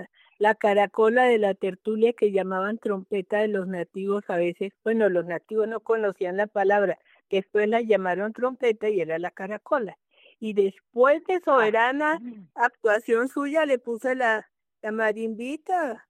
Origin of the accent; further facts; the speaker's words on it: Bogotá, Colombia; Somos poquitos los bogotanos.